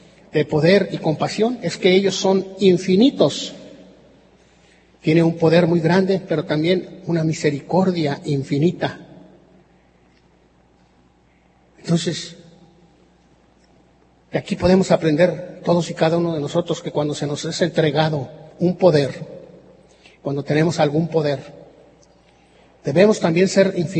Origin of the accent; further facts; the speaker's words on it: San Luis Potosí, Mexico; moved away; allá de donde yo soy, en San Luis Potosí